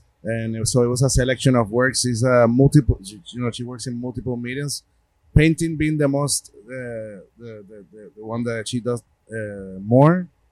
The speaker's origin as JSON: {"language": "English", "country": "Puerto Rico", "accent": "Puerto Rican", "said": "my Puerto Rican accent, which I'm very proud of."}